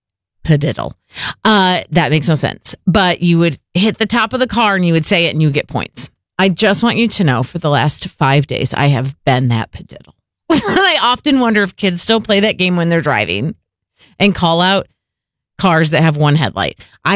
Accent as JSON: {"language": "English", "region": "Midwest", "country": "United States", "tie": "born or raised there", "said": "I grew up in the Midwest."}